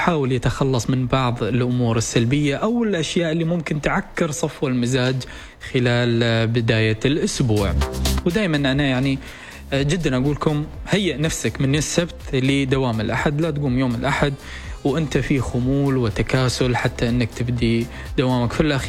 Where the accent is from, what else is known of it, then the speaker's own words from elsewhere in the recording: Oman; نحن شعب عماني